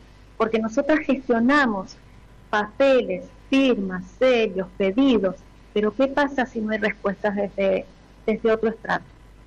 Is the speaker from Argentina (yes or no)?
yes; Argentina; si como ciudadano también, como ciudadano argentino.